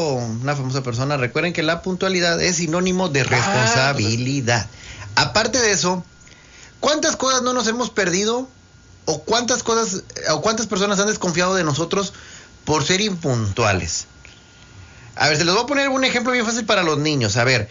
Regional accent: Mexico; como mexicanos tenemos que volver a confirmar ese sí

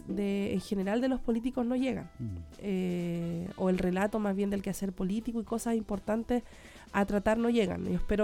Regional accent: Salamanca, Coquimbo, Chile; nosotros somos también ciudadanos de Salamanca

